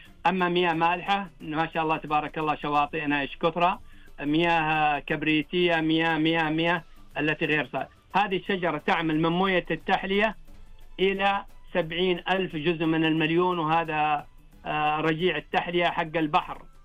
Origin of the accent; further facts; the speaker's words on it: Saudi Arabia; عندنا في المملكة العربية السعودية